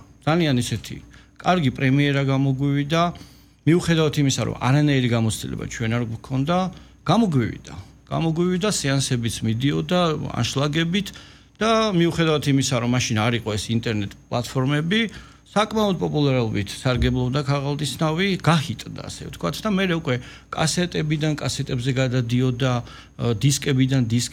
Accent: Tbilisi, Georgia; და კარგი ბავშვობა მქონდა. კარგი. ისე როგორც თბილისში იზრდებიან ბიჭები, აი ესე ვიზრდებოდი ქუჩაში, სკოლაში და ასე შემდეგ ოჯახში.

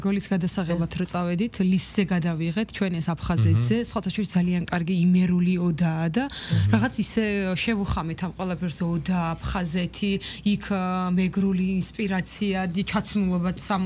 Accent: Abkhazia, Georgia; ორივე აფხაზეთო თიდან ვართ

